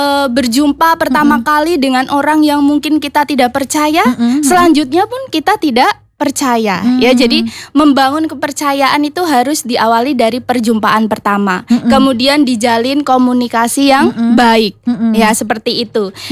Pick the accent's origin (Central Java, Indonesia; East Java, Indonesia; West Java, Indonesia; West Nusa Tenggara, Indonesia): Central Java, Indonesia; Pati; Saya berasal dari Pati, Kak.